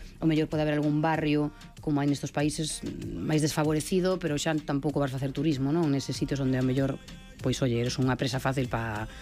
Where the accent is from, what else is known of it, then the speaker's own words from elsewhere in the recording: Galicia, Spain; pero que sendo español e galego, pois é moi sí, complicado, tes o nivel moi alto, non?